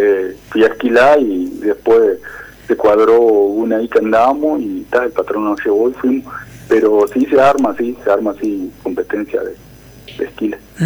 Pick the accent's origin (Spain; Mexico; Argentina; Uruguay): Uruguay; Pero nosotros como uruguayos siempre...